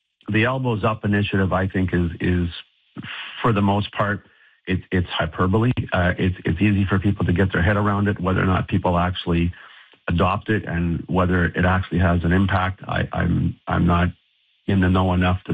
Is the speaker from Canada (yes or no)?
yes; Canada; I'm incredibly proud to be a Canadian.